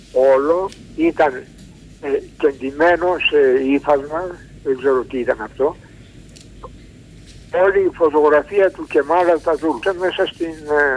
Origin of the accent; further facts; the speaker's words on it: Cholargos, Attica, Greece; Κύριε Γιώργο, είμαι από το Χολαργό.